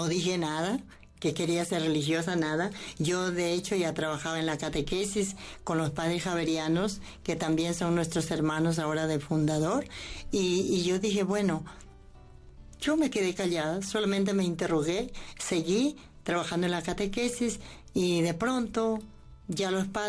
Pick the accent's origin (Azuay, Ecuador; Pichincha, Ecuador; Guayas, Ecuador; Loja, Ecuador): Loja, Ecuador; moved away; Yo soy misionera de Santa Teresita, vengo de la provincia de Loja.